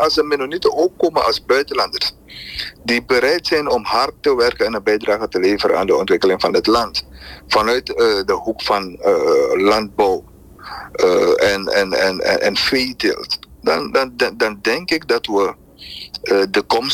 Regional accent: Suriname; moeten wij als Surinamers de overheid ervoor zorgen dat we standaarden ontwikkelen

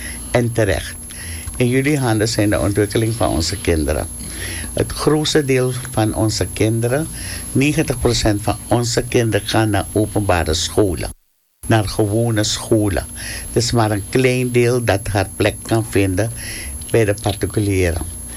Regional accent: Suriname; Ik ben een van de Surinamers die vindt dit grote land zo weinig volk.

